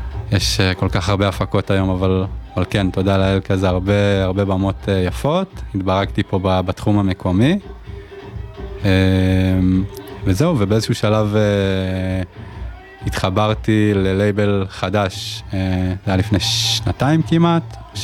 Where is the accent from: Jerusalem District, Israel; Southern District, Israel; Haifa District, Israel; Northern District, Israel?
Haifa District, Israel; Giv'at Ada; מאותה מושבה, גבעת עדה. גדלתי בגבעת עדה. כל הילדות, במושב חמוד, נעים. אז עוד היינו הולכים יחפים, היום זה כבר מדרכות